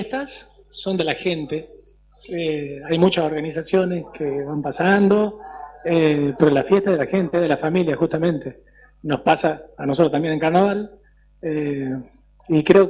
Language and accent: Spanish; Catamarca, Argentina; Catamarca, mi tierra natal.